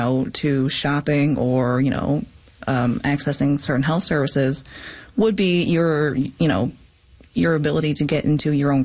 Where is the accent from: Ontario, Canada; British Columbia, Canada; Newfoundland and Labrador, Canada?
Newfoundland and Labrador, Canada; Millertown; And so in central Newfoundland, so I grew up in Millertown.